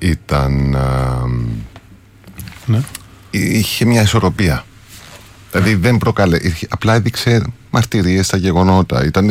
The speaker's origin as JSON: {"language": "Greek", "country": "Cyprus", "said": "Ξέρεις, είμαι Κύπριος"}